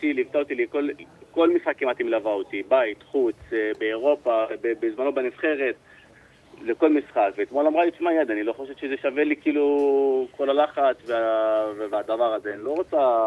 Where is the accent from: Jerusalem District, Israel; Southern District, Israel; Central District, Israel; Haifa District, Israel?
Central District, Israel; Netanya; אני גדלתי בנתניה, הרי גדלתי מגיטה זן, למדתי, התחנכתי בנתניה הרי.